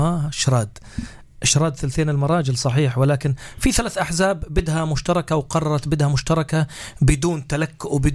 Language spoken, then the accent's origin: Arabic; Palestine; بس شوف بدي أقول لك، أنا فلسطيني بنهاية الأمر، أنا بقدرش أفوت بحكومة ويتلوث تاريخي، مش ممكن.